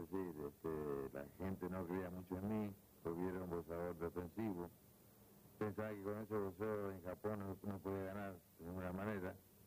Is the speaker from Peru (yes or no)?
no; Argentina; somos los dos de Argentina que más combates tenemos.